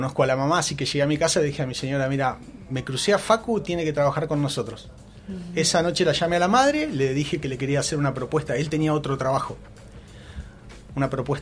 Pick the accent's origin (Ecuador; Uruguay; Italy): Italy; Bueno, viste, yo soy italiano, los Tano hacemos laburar hasta las piedras.